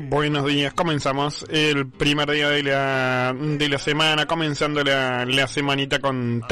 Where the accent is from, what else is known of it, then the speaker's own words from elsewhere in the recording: Uruguay; nosotros somos bien uruguayos